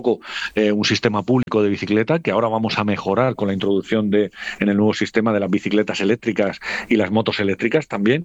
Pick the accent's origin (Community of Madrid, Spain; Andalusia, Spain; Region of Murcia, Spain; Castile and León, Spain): Region of Murcia, Spain; Alquerías; yo te pongo el ejemplo mío personal, si yo soy de Alquerías y tengo que venir a Murcia y me sale un autobús cada hora